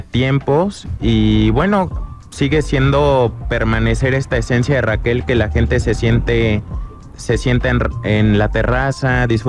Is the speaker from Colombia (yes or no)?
no; Querétaro, Mexico; Y aquí vivió, somos queretanos, de los pocos queretanos que quedamos.